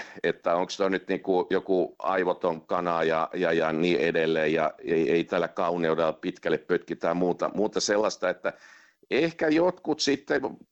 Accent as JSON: {"language": "Finnish", "town": "Jyväskylä", "region": "Central Finland", "country": "Finland", "said": "Mä Jyväskylästä kotoisin"}